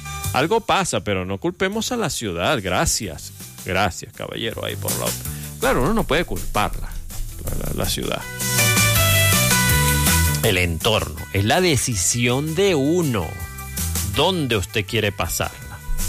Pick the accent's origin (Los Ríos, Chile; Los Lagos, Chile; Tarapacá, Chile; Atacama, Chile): Atacama, Chile; Copiapó; Soy nacido y criado en Copiapó y no conozco Santiago.